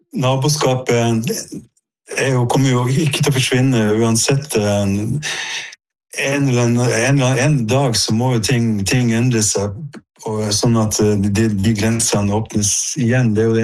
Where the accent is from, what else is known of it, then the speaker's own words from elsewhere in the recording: Kirkenes, Finnmark, Norway; moved away; hele nabolaget der jeg vokste opp, Hessen, kaltes jo NATO. Og det var jo spesielt miljø, kan du si, der. Litt annerledes enn resten av Kirkenes. Og, sant, grensa var stengt, jernteppet var dratt ned, gruvsamfunn, litt sånn militarisert, mye overvåking.